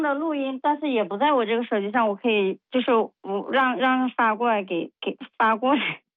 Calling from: Guangdong, China; 我们是广东这边的。

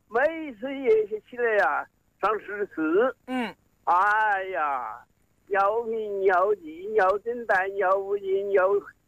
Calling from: Hong'an, Hubei, China; 我是红安县。陈官镇。

